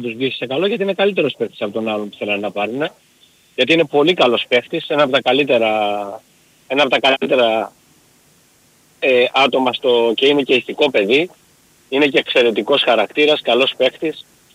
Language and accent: Greek; Thessaloniki, Central Macedonia, Greece; now in Frankfurt, Germany; Εγώ έχω μεγαλώσει στη Θεσσαλονίκη. Μετά έφυγα και ήρθα εδώ, από τη Θεσσαλονίκη ήρθα εδώ.